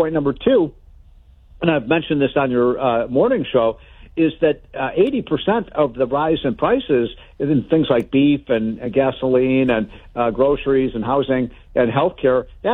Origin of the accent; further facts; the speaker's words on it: Illinois, United States; Illinois, my home state